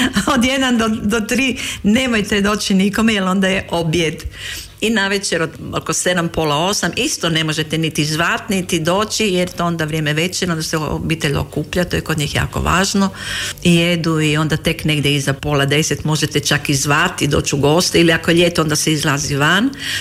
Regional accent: Zagreb, City of Zagreb, Croatia; moved away as an adult; now in Montemitro, Italy; Ja sam došla iz Zagreba

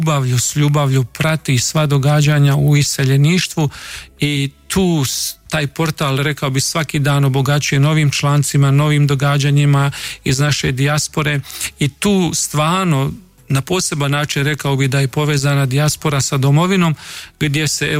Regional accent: Croatia; moved away; mi smo Hrvati katolici.

